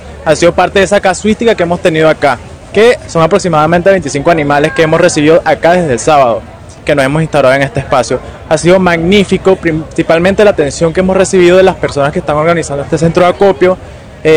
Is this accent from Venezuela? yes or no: yes; Guanare, Portuguesa, Venezuela; De Guanare … también soy de Guanare.